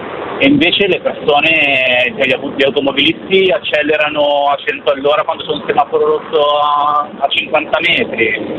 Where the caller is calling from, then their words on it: Monza, Lombardy, Italy; di Monza.